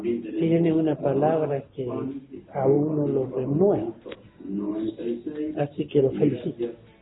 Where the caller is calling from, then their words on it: Rama Caída, Mendoza, Argentina; de Ramacaída